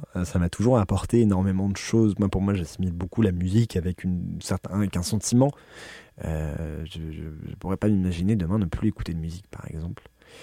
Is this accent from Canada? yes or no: no; Paris, Île-de-France, France; en grandissant à Paris